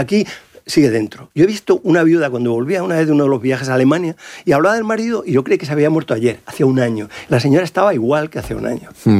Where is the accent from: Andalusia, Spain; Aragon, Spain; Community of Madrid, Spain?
Community of Madrid, Spain; Madrid; now in Salamanca, Spain; yo soy madrileño y ahora estoy adoptado en Salamanca por la cátedra, ¿no? Pero vengo aquí feliz.